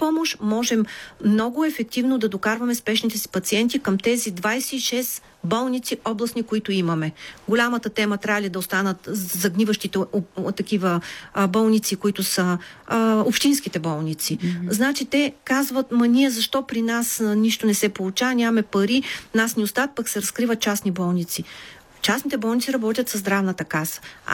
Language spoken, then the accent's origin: Bulgarian; Lyubimets, Haskovo Province, Bulgaria; moved away; в моя роден край в Любимец